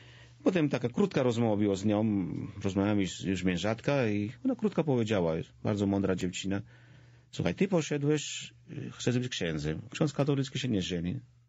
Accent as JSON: {"language": "Polish", "country": "Georgia", "also_born_or_lived": "Warsaw, Poland", "second_language": "Polish", "said": "Ale o mnie, ponieważ jestem Gruzinem, to była ta konkretna prośba."}